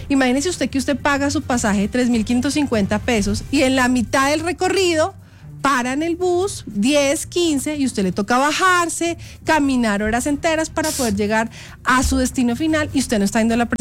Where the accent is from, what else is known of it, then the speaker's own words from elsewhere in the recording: Bogotá, Colombia; porque somos los bogotanos con nuestros impuestos los que tenemos que salir a mirar cómo pagamos el déficit que hoy tiene Transmilenio.